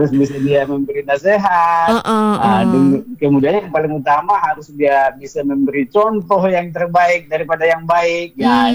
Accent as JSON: {"language": "Indonesian", "area": "Mandailing Natal", "region": "North Sumatra", "country": "Indonesia", "tie": "born there", "moved": "yes", "said": "kami tinggal di kampungnya Hasibuan."}